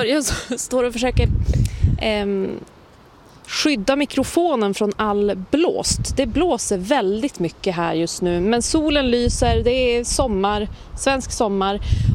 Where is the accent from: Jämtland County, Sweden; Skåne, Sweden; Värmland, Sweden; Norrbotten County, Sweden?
Norrbotten County, Sweden; Piteå; Jag är uppvuxen i Pite med Pite skärgård och så vidare.